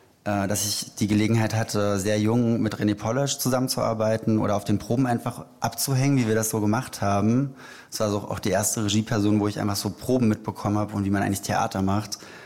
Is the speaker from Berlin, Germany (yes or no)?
yes; Berlin, Germany; also born or lived in Rostock; Ich bin komplett in Prenzlauer Berg aufgewachsen